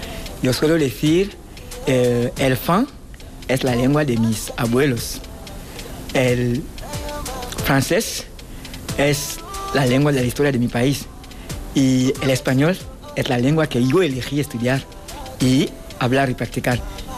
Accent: Gabon; Spanish is a second language; nativo de Gabón. Llevo 20 años enseñando español en la enseñanza secundaria en mi país.

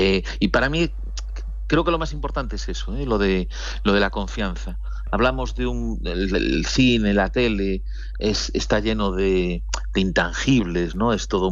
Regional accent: Rábade, Galicia, Spain; un señor que nació en mi pueblo

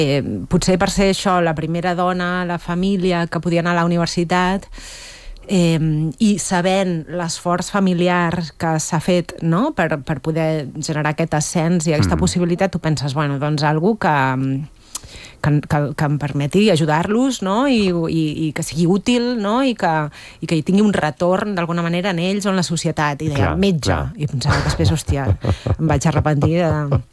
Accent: Sant Fost de Campsentelles, Catalonia, Spain; vaig anar a la tele del meu poble, Sant Fost

